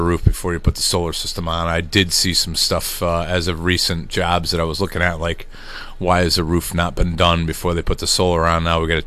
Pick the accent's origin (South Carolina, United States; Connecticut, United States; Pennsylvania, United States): Connecticut, United States; Manchester; so we grew up in Manchester, and that was years ago, so I'm kind of third generation.